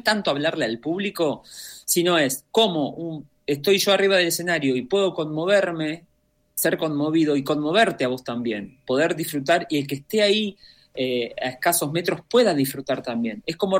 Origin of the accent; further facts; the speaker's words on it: Argentina; Nosotros venimos de Argentina